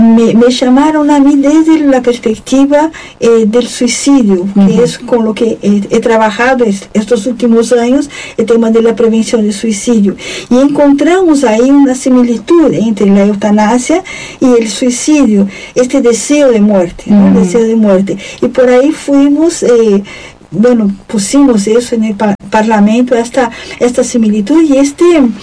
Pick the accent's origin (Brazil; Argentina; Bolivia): Brazil; Spanish is a second language; now in Uruguay; ahí pude hablar y nadie me dijo que yo era extranjera, ¿no? Mm. Bueno, ya de inicio yo dije, bueno, soy brasileña, así que perdonen sí, sí.